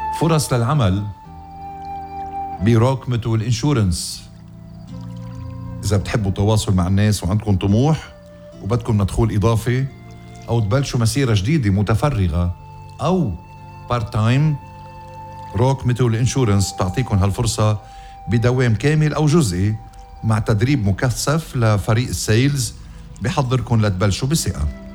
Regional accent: Lebanon; تحية لألك يا رياض ولمحبتك لوطننا لبنان المشترك.

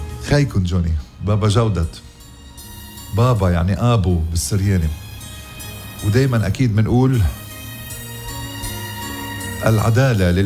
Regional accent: Ghazir, Keserwan-Jbeil, Lebanon; غزير وضيعتي الحلوة ومسخة رأسي والمكان الذي سأدفن فيه.

